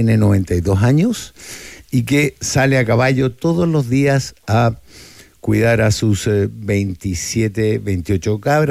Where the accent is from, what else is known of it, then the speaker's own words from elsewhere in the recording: Vallenar, Atacama, Chile; born there; now in Santiago, Chile; Yo soy nacido en Vallenar, mi familia es de Copiapó